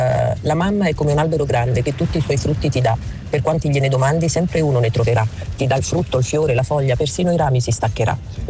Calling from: Latina, Lazio, Italy; da Latina.

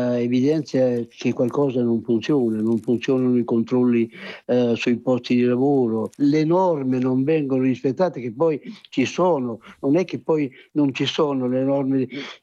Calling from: Senigallia, Marche, Italy; Il mio paese è Montignano, è a pochi chilometri dal centro di...

